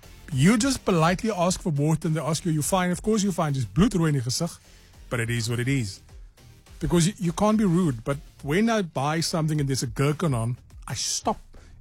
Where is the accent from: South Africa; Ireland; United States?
South Africa; I grew up in Kells River.